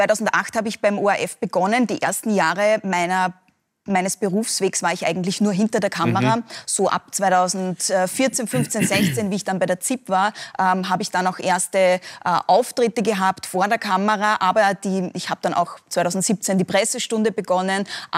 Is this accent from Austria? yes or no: yes; Austria; Also 2022 dann der Ukraine-Krieg, die Teuerungskrise bei uns in Österreich dann.